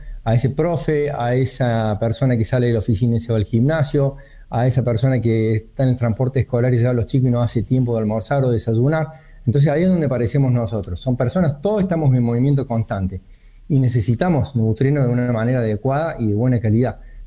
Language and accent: Spanish; Argentina; El argentino en sí es resiliente, el contexto te obliga a pensar y eso nos hace únicos como argentinos, ¿no?